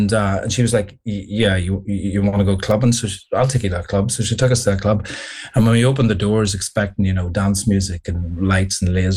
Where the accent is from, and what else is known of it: Northern Ireland, United Kingdom; accent: Northern Irish